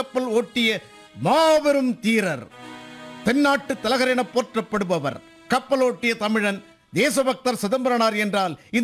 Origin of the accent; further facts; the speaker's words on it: Ettayapuram, Tamil Nadu, India; born there; நான் பிறந்த ஊரான எட்டயபுரத்துக்கு பக்கத்து ஊரான ஒட்டப்புடாரம் தான் இவர் பிறந்த ஊர்.